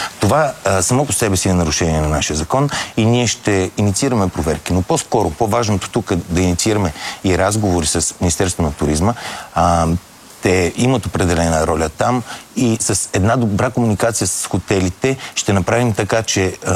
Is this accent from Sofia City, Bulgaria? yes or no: yes; Sofia, Sofia City, Bulgaria; Аз съм софиянец и естествено предпочитах да е тук в София